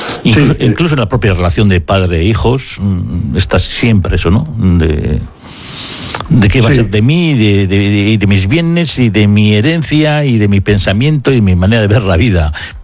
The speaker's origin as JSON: {"language": "Spanish", "region": "Basque Country", "country": "Spain", "said": "como vasco, aquí hay que meter condicional en todo, aunque no somos así"}